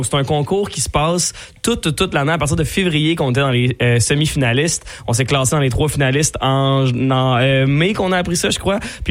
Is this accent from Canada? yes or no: yes; Quebec, Canada; oui, qui chante en anglais, mais on est des francophones. On est des Québécois, français